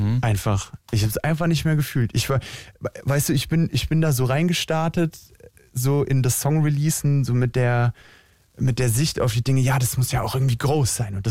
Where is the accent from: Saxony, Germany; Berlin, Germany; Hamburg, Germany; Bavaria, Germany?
Bavaria, Germany; ich komme aus der Nähe von Nürnberg.